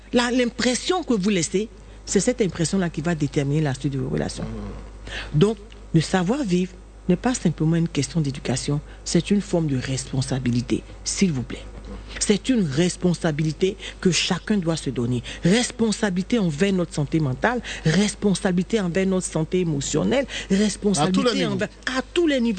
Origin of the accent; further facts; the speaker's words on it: Côte d’Ivoire; now in Caen, France; Je suis ivoirien.